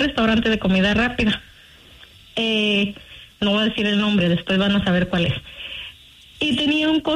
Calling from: Manteca, California, United States; De aquí, de la ciudad de Manteca, California.

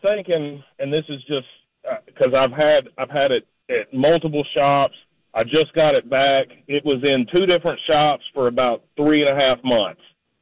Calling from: Lebanon, Tennessee, United States; I'm from the Lebanon area.

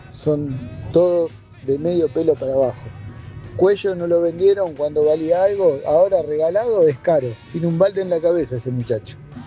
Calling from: Burzaco, Buenos Aires Province, Argentina; de Bursaco.

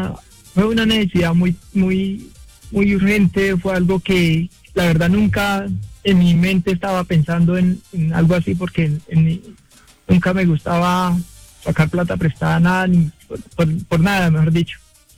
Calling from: Bogotá, Colombia; yo vivo en Bogotá, Fontibón.

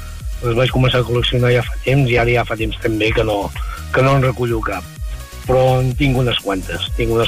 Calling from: Olot, Catalonia, Spain

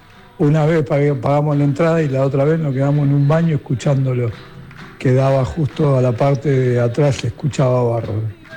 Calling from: Buenos Aires, Argentina

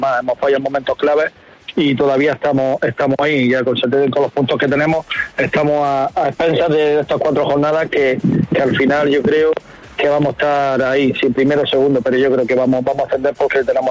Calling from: Almería, Andalusia, Spain

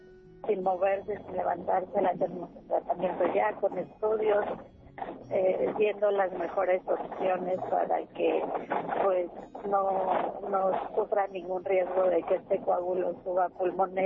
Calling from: Mexico City, Mexico; De Iztapalapa.

